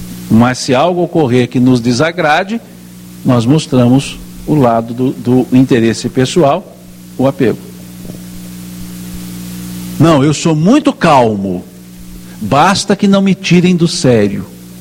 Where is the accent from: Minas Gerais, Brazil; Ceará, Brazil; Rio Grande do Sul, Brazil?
Minas Gerais, Brazil; São Gotardo; born there; cidade onde eu nasci, uma megalópole não tão longe daqui, chamada São Gotardo, né? Deve ter aí, contando comigo, uns 30 mil habitantes, 35, uma grande cidade